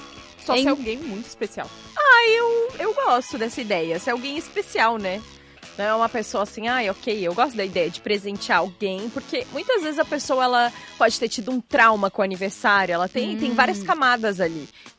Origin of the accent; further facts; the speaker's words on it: Rio Grande do Sul, Brazil; Eu vivi a vida toda lá no Rio Grande do Sul e o churrasco é assim mesmo.